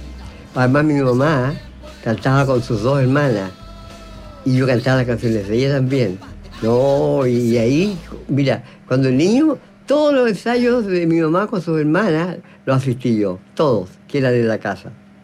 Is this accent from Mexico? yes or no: no; Chile; El Chico Viergo y yo somos los únicos de Chile que ganamos dos veces.